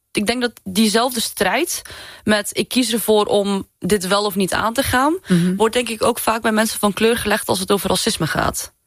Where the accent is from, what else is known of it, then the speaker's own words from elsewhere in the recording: Zeeland, Netherlands; first language Zeeuws; now in China; Maar dan kan ik alleen maar Zeeuws. Dus er zit een soort van oerkracht in die taal, want het is toch mijn eerste taal.